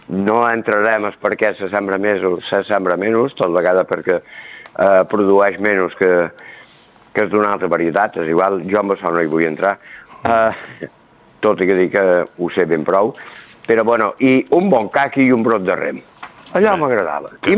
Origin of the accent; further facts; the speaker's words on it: Menorca, Balearic Islands, Spain; com a habitant, com a menorquí